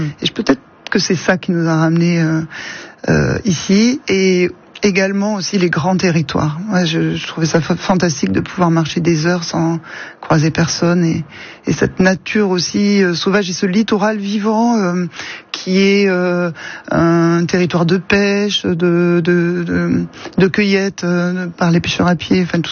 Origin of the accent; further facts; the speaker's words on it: Carcassonne, Occitanie, France; moved away as an adult; also born or lived in Paris; Je viens de la région de Carcassonne. Je suis assez rapidement monté à Paris pour terminer mes études de designer textile. Je suis resté une vingtaine d'années à Paris avant de choisir la baie de Somme pour m'installer